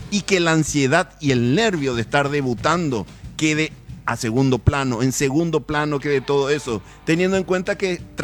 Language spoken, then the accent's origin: Spanish; Paraguay; Hoy somos todos paraguayos